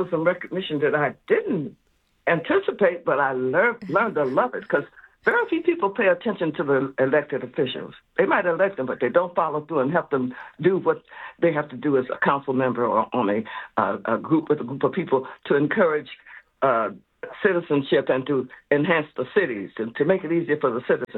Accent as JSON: {"language": "English", "town": "Detroit", "region": "Michigan", "country": "United States", "tie": "born or raised there", "also_born_or_lived": "Alabama", "said": "I was born in Alabama, and I was raised in Detroit, and my music has been spread all over the world."}